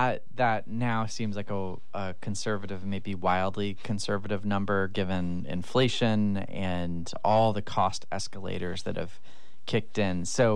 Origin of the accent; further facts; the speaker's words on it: Sitka, Alaska, United States; I grew up in Sitka. I'm a proud product of Sitka schools.